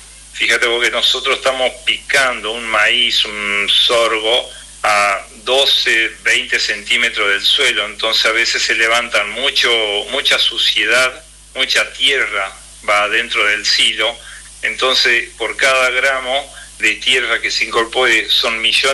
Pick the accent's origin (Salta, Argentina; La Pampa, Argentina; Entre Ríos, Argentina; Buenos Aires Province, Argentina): Entre Ríos, Argentina; El Palenque; Nosotros estamos acá en la localidad del Palenque, de donde soy oriundo. Está a 40 kilómetros de Paraná.